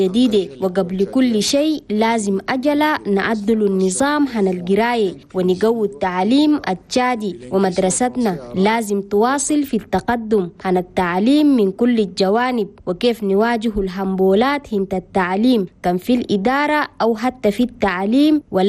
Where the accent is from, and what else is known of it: Chad